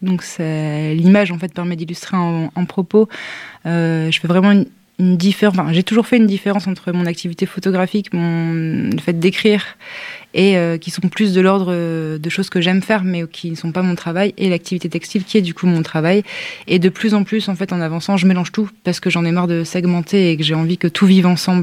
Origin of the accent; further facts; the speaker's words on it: the north of France, France; Moi je viens du nord de la France